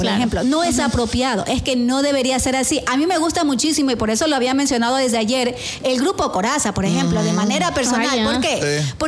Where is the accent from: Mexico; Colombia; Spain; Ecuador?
Ecuador; nosotros somos ecuatorianos y tenemos una cultura que está mezclada con la costa, la sierra, el oriente, Galápagos.